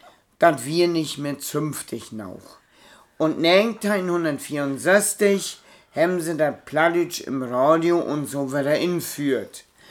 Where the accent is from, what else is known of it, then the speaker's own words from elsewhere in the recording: Mecklenburg-Vorpommern, Germany; Also blieben wir mal hier bei uns in Mecklenburg-Vorpommern.